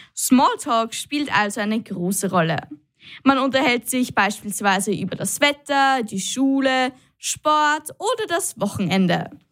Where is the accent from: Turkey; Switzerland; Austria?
Austria; aber bei uns in Österreich ist es ja so, zumindest bei uns im Gymnasium, dass wir immer Herr Professor, Frau Professor sagen müssen.